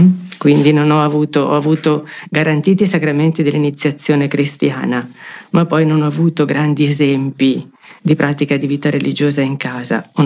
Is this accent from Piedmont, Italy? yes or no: yes; Tortona, Piedmont, Italy; io sono di Tortona, appena fuori Tortona.